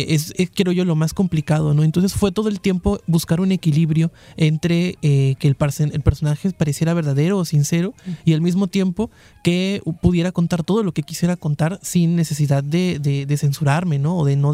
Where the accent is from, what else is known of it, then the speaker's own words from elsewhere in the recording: Córdoba, Veracruz, Mexico; born there; now in Xalapa, Mexico; Yo, en efecto, soy de Córdoba, nací allá y me vine a vivir aquí en Jalapa. Yo creo que ya me quedé a vivir acá.